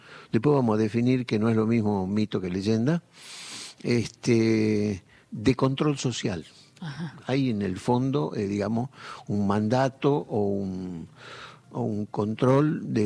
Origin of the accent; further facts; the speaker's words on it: Ledesma, Jujuy, Argentina; Yo me crié en Ledesma. En Ledesma, como ustedes saben, hace mucho calor y la gente hasta altas horas de la noche conversa en las veredas.